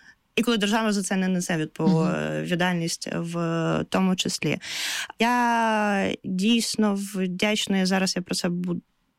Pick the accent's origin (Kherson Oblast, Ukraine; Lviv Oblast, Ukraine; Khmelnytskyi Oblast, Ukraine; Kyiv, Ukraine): Kherson Oblast, Ukraine; Kherson